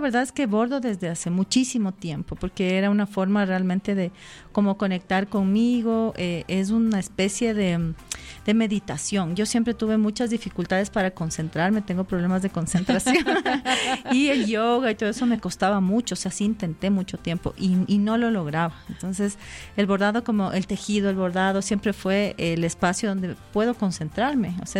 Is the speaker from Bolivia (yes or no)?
no; Andes, Ecuador; estas piezas con las que hemos crecido todos los ecuatorianos y la gente andina